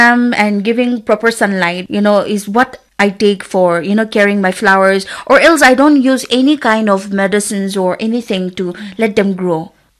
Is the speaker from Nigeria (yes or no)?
no; Jotsoma, Nagaland, India; since I am from Jotsoma village, which is not very hot and not very cold